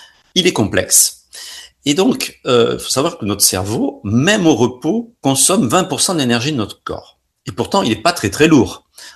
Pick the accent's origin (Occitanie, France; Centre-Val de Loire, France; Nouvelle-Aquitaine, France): Occitanie, France; Perpignan; moved away as an adult; also born or lived in Jura / Paris; now in Perpignan, France; Je suis né à Perpignan. J'ai après un cursus dans mes études d'optique dans le Jura, puis j'ai travaillé à Paris et je suis revenu donc en 1989 à Perpignan.